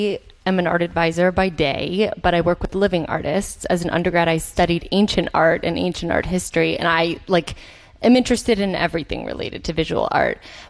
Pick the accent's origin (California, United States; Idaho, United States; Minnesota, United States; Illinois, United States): Illinois, United States; Chicago; I'm from Chicago originally. I came to undergrad at Tufts in 2006